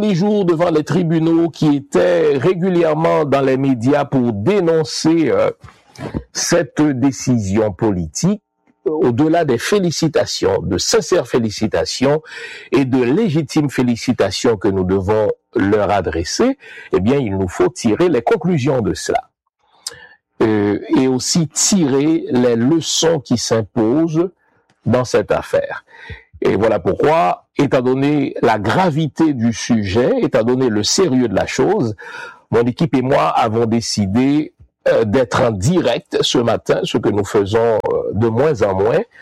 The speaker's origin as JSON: {"language": "French", "country": "Haiti", "said": "C'est cruel, bien sûr que c'est cruel. Je suis humain, je suis haïtien."}